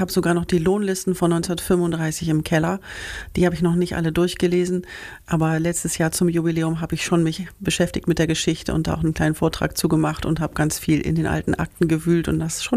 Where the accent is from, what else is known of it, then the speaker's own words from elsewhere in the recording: Hildesheim, Lower Saxony, Germany; ich bin Baujahr 72 in Hildesheim gebaut sozusagen, geboren und seitdem bin ich auch gar nicht weggegangen.